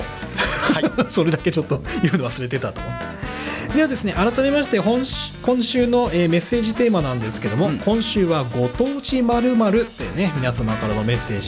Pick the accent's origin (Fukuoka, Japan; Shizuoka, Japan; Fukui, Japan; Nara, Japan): Fukuoka, Japan; moved away; 僕もやっぱり地元が九州福岡なので